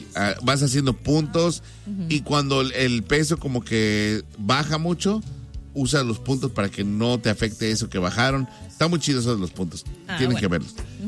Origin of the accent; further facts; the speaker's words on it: Mexico; yo soy mexicano y soy bien orgullosamente mexicano